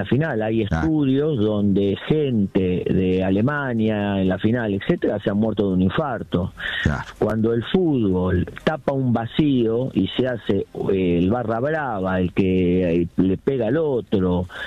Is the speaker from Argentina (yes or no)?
yes; Argentina